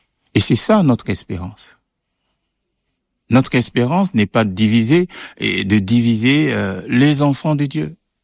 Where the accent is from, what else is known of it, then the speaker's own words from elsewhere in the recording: Côte d’Ivoire; also born or lived in Switzerland; Alors, moi, je suis originaire de la Côte d'Ivoire. Je sais que j'ai exercé comme prêtre en Afrique. Je fais plusieurs pays en Afrique. Et puis, j'ai exercé comme prêtre ici. J'ai fait mes études en Suisse.